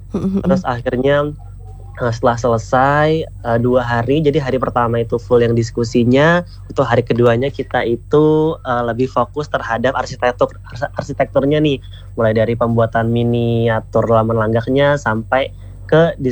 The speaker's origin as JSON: {"language": "Indonesian", "region": "Lampung", "country": "Indonesia", "said": "di desa saya Kak, di Pekon Ras, Kecamatan Semangat, Kabupaten Tanggamus"}